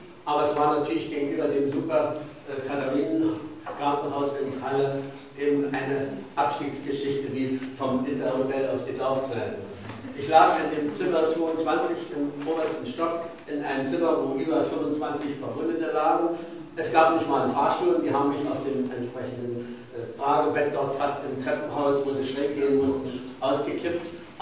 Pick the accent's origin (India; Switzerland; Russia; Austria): Russia; Königsberg, Kaliningrad Oblast; moved away; Ich habe 1943 in Königsberg, meiner Heimatstadt, das Abitur gemacht, war auch noch an der Albertina-Universität meiner Stadt eingeschrieben